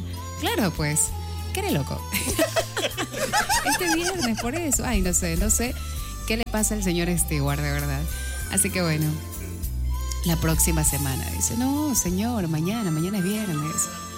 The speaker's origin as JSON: {"language": "Spanish", "town": "Guayaquil", "region": "Guayas", "country": "Ecuador", "tie": "born there", "lives_now": "Manabí, Ecuador", "said": "Yo nací acá en Guayaquil y ya llevo un tiempo viviendo también en Manabí. La verdad es que extraño mi hermosa ciudad."}